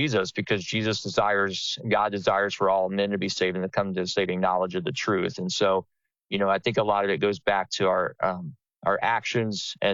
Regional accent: Houston, Texas, United States; And that goes back to growing up on the Houston North Side as the son of my dad, who was a coach himself, and his dad was a coach, and very involved in the community

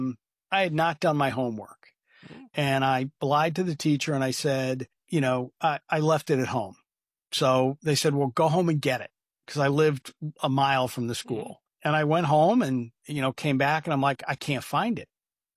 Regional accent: Indiana, United States; I grew up in Indiana. And when I grew up, which was in the 1960s

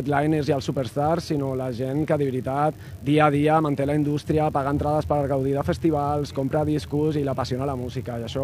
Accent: Murcia, Region of Murcia, Spain; Catalan is a second language; now in Barcelona, Spain

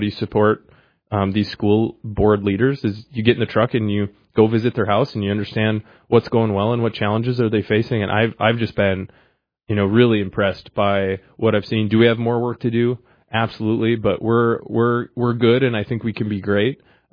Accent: West Fargo, North Dakota, United States; I grew up in West Fargo.

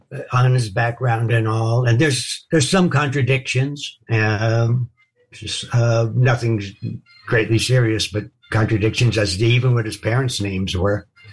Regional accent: New York, United States; Growing up in New York, I grew up in New York.

